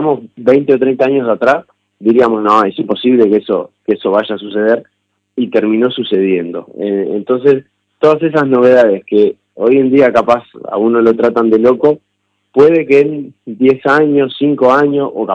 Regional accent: Uruguay; nosotros como uruguayos también somos bastante tradicionales

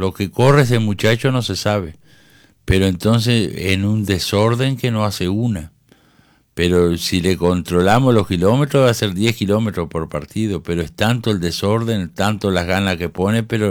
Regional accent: Uruguay

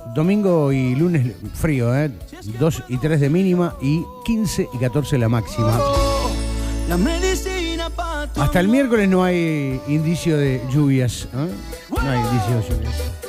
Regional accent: Uruguay; Yo soy una provincia, uruguayo.

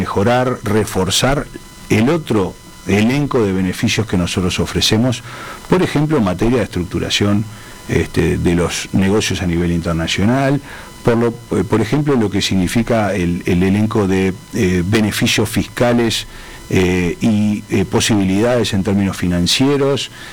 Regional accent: Uruguay

